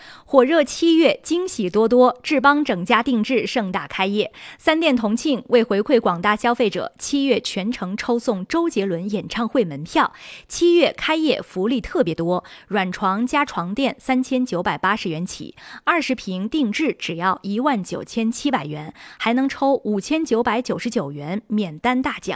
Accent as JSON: {"language": "Chinese", "region": "Xinjiang", "country": "China"}